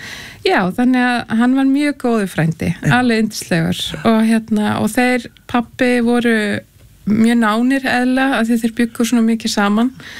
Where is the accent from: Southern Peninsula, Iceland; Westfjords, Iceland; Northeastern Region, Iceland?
Northeastern Region, Iceland; Hagi; Ég er úr Haga í aðdal